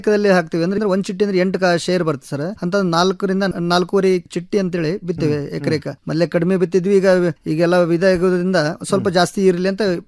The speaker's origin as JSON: {"language": "Kannada", "region": "Karnataka", "country": "India", "tie": "born or raised there", "moved": "as an adult", "lives_now": "Dharwad, India", "said": "ನಾನು ಮೂಲತಃ ಅಮರುಗಳವನಾದ್ರೂ ನಾನು ಧಾರವಾಡದಲ್ಲಿ ಬಂದು ವಾಸಿಸ್ತೇನೆ."}